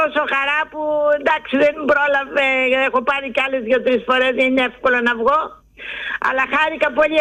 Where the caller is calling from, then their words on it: Andros, South Aegean, Greece; από την Άνδρο.